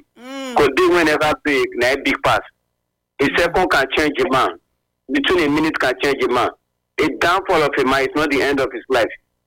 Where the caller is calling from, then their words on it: Nigeria; I'm calling from Opawa.